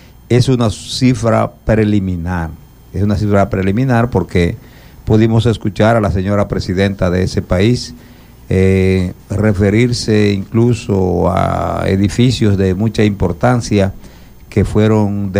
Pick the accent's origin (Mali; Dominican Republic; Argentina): Dominican Republic